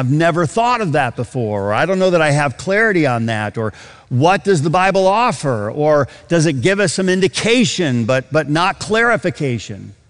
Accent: Michigan, United States; I grew up in Michigan, get out of snow.

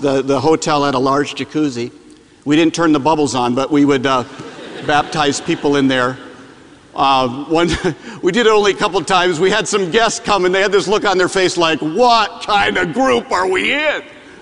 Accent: Michigan, United States; I'm from Michigan, so born and raised Wolverine fan, so...

